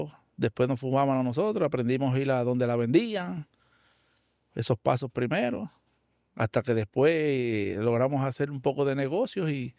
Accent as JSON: {"language": "Spanish", "town": "Canóvanas", "country": "Puerto Rico", "tie": "born or raised there", "also_born_or_lived": "San Isidro, Canóvanas / Palmasola, Canóvanas", "said": "Y allá en Palmasola tuvimos bien poco tiempo, como algún año, año y medio más. Pero la mayor parte de la niñez la viví en donde vivo actualmente, que es Los Cafés"}